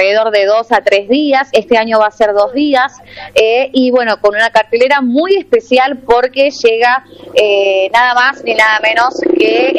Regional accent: Alderetes, Tucumán, Argentina; Yo soy de Alderetes, para la gente que no sabía. Yo soy de ahí

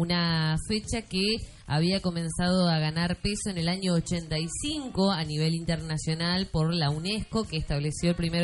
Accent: Argentina; Somos mejores los argentinos

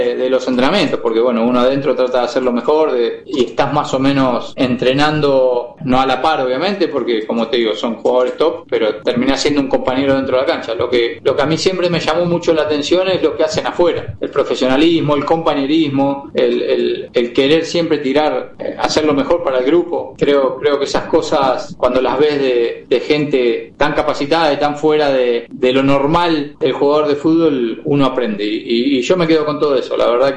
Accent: Argentina; moved away as an adult; now in Spain; es tristeza como argentino

